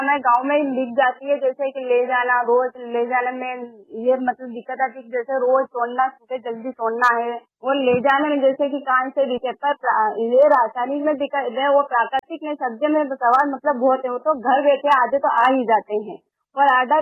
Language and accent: Hindi; Madhya Pradesh, India; मैं गांव नसलिया देवती से हूँ, जिला उज्जैन, तहसील मेदपुर।